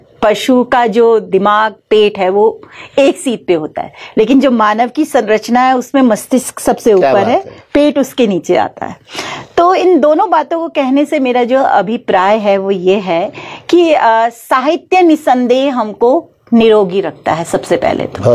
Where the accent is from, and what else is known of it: Uttarakhand, India